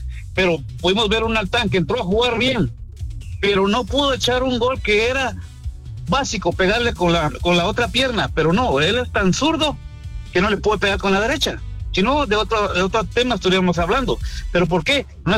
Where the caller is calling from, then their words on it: Guatemala; nosotros como guatemaltecos